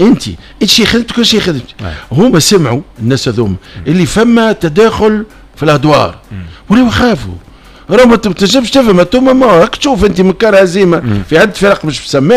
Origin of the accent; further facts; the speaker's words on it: Tunisia; انا تونسي